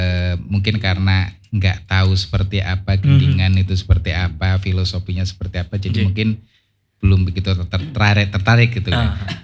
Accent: Java, Indonesia; Jati diri kita kan sebagai wong Jawa, sebagai orang Indonesia

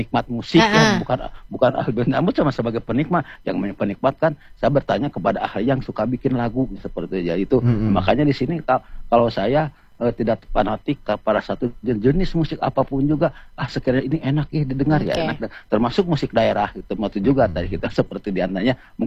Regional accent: Sunda, Indonesia; kalau Sunda daerah saya sendiri kan.

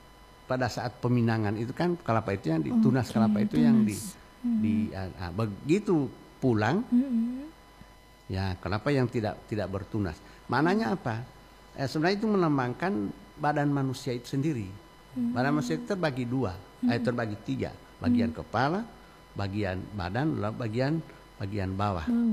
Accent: Gorontalo, Indonesia; identitas kesukuan kita sebagai orang Gorontalo

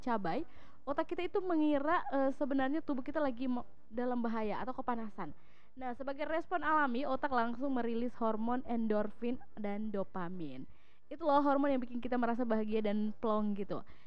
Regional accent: Indonesia; Kita yang lahir di Indonesia

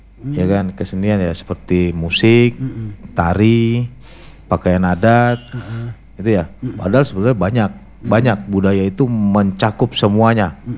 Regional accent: Sarawak, Malaysia; Saya anak Borneo.

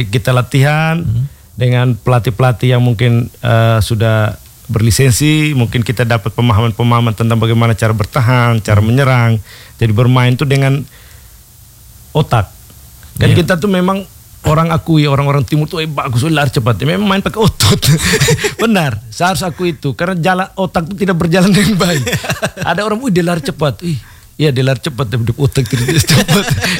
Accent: East Nusa Tenggara, Indonesia; Saya orang Lio juga.

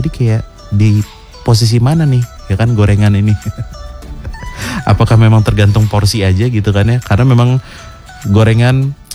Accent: Indonesia; gue bisa lahir besar tinggal di Indonesia

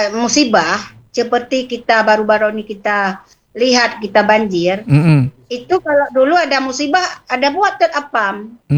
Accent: Aceh, Indonesia; born there

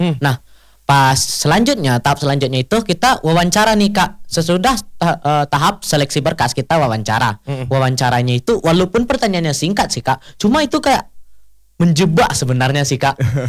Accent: Tilatang Kamang, West Sumatra, Indonesia; Kalau aku tempat tinggalku di Tilatang Kamang.

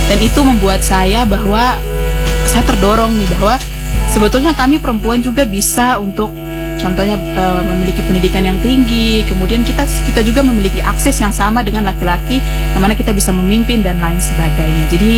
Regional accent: South Papua, Indonesia; di tempat asal saya atau di Kabupaten Asmat.

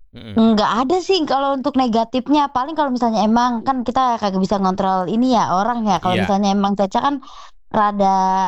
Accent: Jakarta, Indonesia; accent: Betawi; Lah kita mah aslinya Betawi Ciganjur, Jagakarsa.

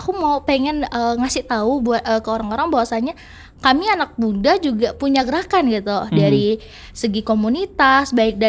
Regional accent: West Kalimantan, Indonesia; aku sebagai anak Kalbar dulu pernah ngerasain sekolah ditutup gara-gara asap.

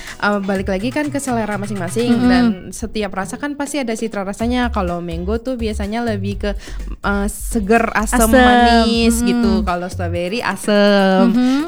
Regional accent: Medan, North Sumatra, Indonesia; Bukan, karena aku dari Medan sih, Kak.

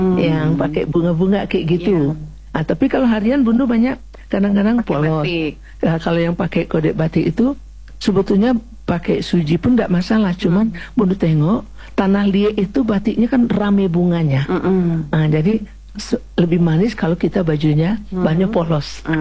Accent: West Sumatra, Indonesia; Kalau kita Minang enggak pakai batik di bawah. Pakai kain gitu dia.

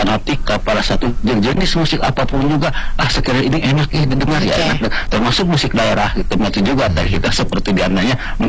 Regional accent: West Java, Indonesia; Minang, memang salah satunya seluruh daerah itu adalah selain Sunda, kalau Sunda daerah saya sendiri kan.

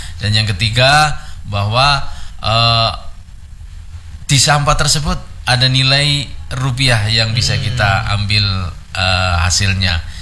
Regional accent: Samarinda, East Kalimantan, Indonesia; kita masyarakat sebagai masyarakat Samarinda, sebagai warga Samarinda

